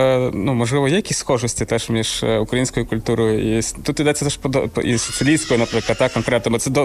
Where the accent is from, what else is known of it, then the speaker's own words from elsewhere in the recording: Galicia, Ukraine; now in Italy; я з Західної України, з Галичини